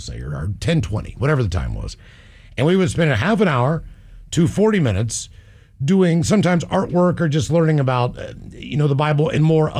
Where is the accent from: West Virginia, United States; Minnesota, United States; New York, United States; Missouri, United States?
West Virginia, United States; Morgantown; growing up where I grew up in Morgantown, I was a Pittsburgh Steelers fan.